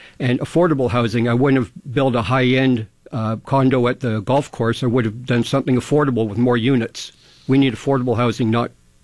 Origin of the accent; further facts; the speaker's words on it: Toronto, Ontario, Canada; moved away as an adult; now in Windsor, Canada; I'm originally from Toronto. I moved to the core 16 years ago